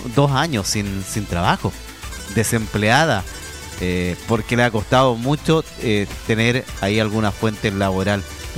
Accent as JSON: {"language": "Spanish", "town": "Melipilla", "region": "Santiago Metropolitan Region", "country": "Chile", "tie": "born there", "also_born_or_lived": "El Monte / San Antonio", "said": "en mi comuna donde nací, Melipilla, acá en San Antonio, donde mi padre también tiene sus padrinos, en la comuna del Monte donde vivía antiguamente, toda la zona del Maipo"}